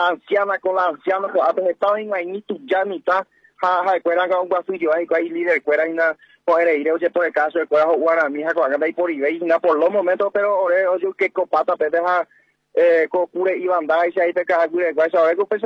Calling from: Paraguay; como paraguayo, como indígena, como nativo

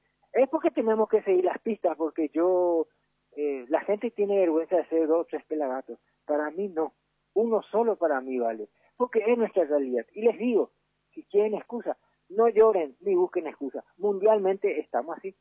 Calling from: Paraguay; Somos sencillos paraguayitos.

